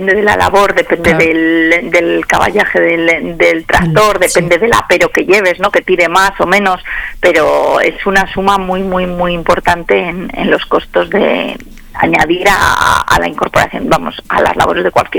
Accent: Palencia, Castile and León, Spain

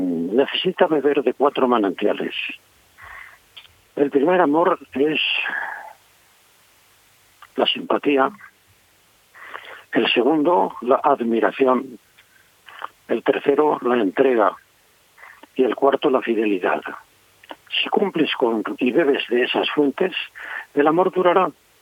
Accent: Valladolid, Castile and León, Spain; also born or lived in Cubillas de Santa Marta; Yo nací aquí, en Valladolid, uh-huh. Pero a los poquitos días fui trasladado a Cubillas de Santa Marta, donde mi padre era el maestro. Y uh-huh. Allí estuve hasta los 5 años

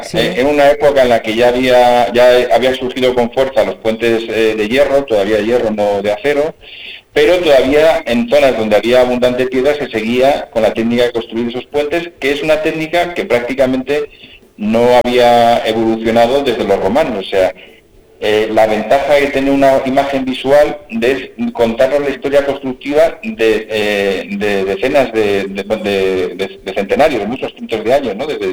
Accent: Zamora, Castile and León, Spain; de esos 120 técnicos, 4 somos ingenieros zamoranos, con lo cual, y con mucha relación con nuestra ciudad.

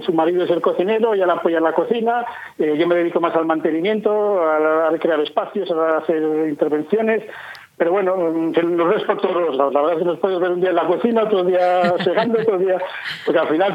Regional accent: Pradoluengo, Castile and León, Spain; born or raised there

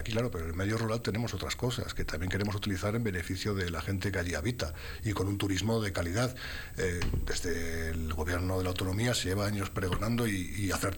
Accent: Navas de Oro, Castile and León, Spain; Navas de Oro, que es mi pueblo

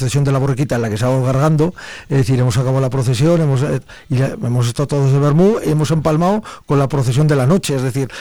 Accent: Toro, Castile and León, Spain; soy un enamorado de Toro

